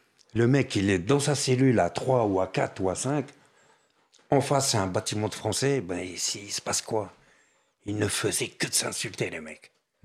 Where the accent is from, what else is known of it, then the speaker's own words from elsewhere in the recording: France; Mais monsieur, vous êtes tunisien? J'ai dit, non, je suis français.